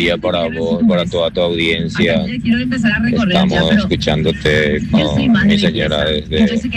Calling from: Luque, Central, Paraguay; Somos de Luque.

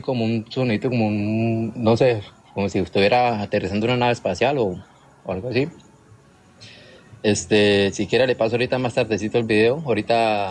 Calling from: Piedecuesta, Santander, Colombia; Desde Piedecuesta, Santander

